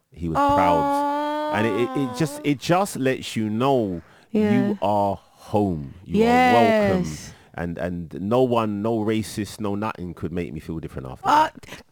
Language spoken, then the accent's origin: English; London, United Kingdom; kid growing up in North London, Tottenham. … was my ends.